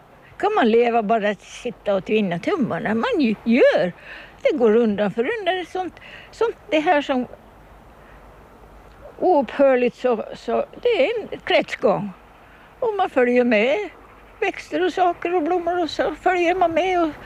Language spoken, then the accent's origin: Swedish; Kumlinge, Åland, Finland; moved away; Ja, så växte jag upp här på Kumlinge. Och sen så fick jag för mig att jag skulle lite ut och se mig omkring. Och så får vi till Amerika.